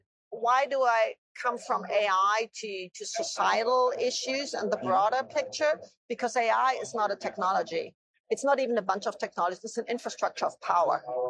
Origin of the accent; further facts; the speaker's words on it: Germany; I'm from Germany, so we are a heavily industrialized country.